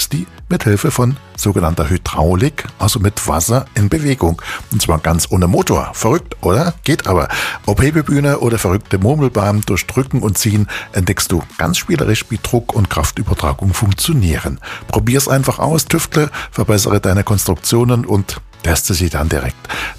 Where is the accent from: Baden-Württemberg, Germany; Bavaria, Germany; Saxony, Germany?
Saxony, Germany; Chemnitz; Also zwei Tipps wieder mal, diesmal aus meiner Heimatstadt, aus Chemnitz, für die Kids in den Ferien.